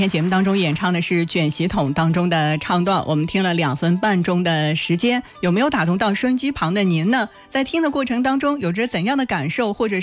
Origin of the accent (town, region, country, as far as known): Henan, China